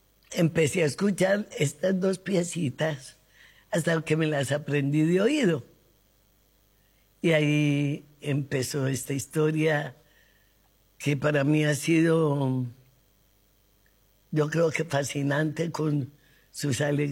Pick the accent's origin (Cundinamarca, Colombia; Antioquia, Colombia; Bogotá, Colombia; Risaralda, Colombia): Antioquia, Colombia; Medellín; mis padres fueron los porteros, mis padres adoptivos, ¿no? Fueron los porteros del Palacio de Bellas Artes de Medellín, que tenía una escuela de música, un conservatorio. Y la casa mía estaba dentro del palacio